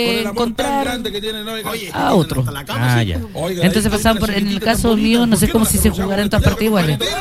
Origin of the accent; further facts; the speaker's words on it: Valparaíso, Chile; moved away; Yo soy de Valparaíso.